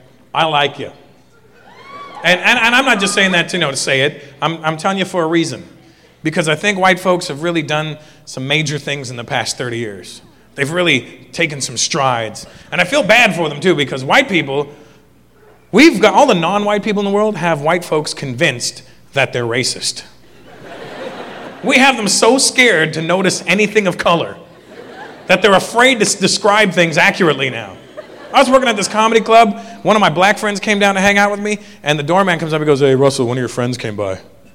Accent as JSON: {"language": "English", "country": "India", "said": "\"Hey, you're from India? I'm from India. What part?\""}